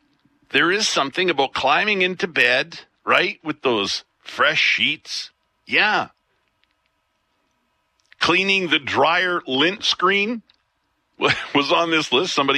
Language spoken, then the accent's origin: English; Picture Butte, Alberta, Canada; I grew up in Picture Butte, Alberta. A lot of sugar beets around there. Had a sugar beet factory back in the day.